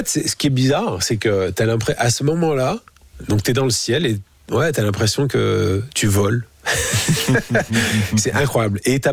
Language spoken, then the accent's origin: French; France; born there; je suis français, parce que je suis né en France